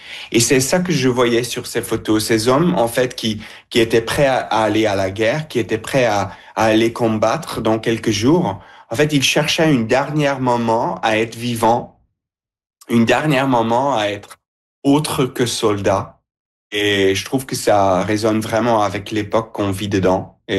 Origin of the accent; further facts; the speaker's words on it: Belgium; Je viens de la Belgique.